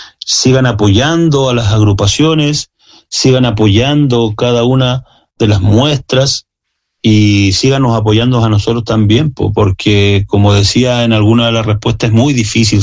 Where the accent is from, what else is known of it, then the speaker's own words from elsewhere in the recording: Puerto Montt, Los Lagos, Chile; escribir sobre mi tierra, escribir sobre Puerto Montt